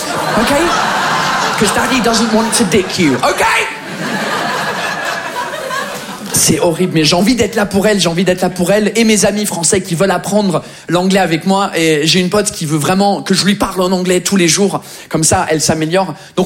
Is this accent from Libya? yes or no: no; England, United Kingdom; French is a second language; now in France